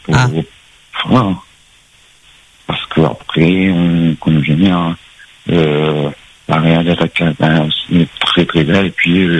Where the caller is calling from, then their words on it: Saint-Paul, Réunion; je suis de Saint-Paul.